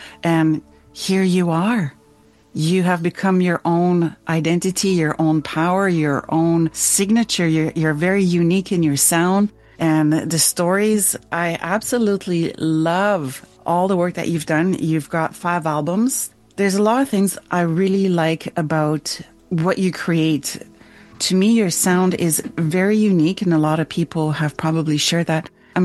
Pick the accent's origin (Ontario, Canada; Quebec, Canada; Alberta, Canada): Quebec, Canada; Montreal; moved away; also born or lived in Saskatchewan; I'm from Montreal and I had the privilege of living in Saskatchewan.